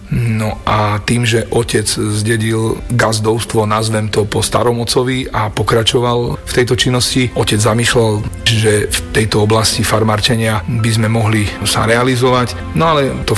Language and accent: Slovak; Telgárt, Banská Bystrica Region, Slovakia; Ja sám ako rodák z Telgártu sa snažím o zachovanie tradícií